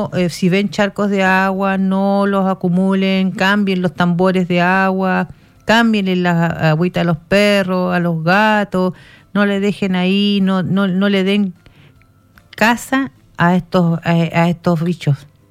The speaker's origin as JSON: {"language": "Spanish", "country": "Chile", "said": "somos chilenos."}